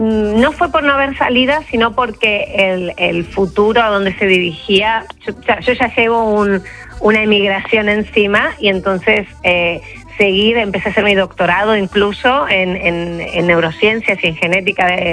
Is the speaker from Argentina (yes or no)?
yes; Argentina; now in Seville, Spain; Sí, soy argentina, pero desde Sevilla.